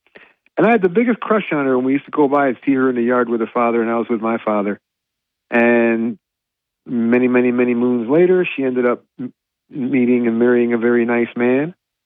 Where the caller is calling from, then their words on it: Binghamton, New York, United States; from Binghamton. Good morning, Bob.